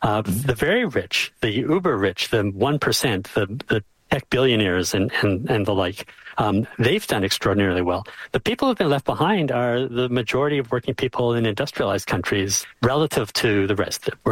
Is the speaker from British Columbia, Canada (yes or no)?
yes; British Columbia, Canada; the enthusiasm for building out, you know, fossil fuel energy infrastructure as a British Columbian.